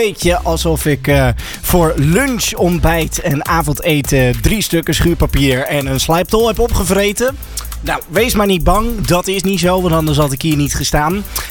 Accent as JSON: {"language": "Dutch", "town": "Assen", "region": "Drenthe", "country": "Netherlands", "said": "bij ons in het mooie Assen waar ik vandaan kom"}